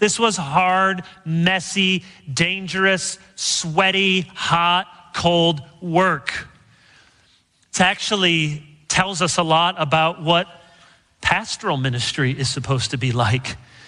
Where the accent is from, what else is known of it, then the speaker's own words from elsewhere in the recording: Michigan, United States; moved away; where I grew up in Michigan